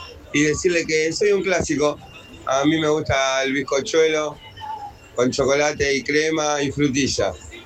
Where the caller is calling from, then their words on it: Tablada, Buenos Aires Province, Argentina; soy de Tablada.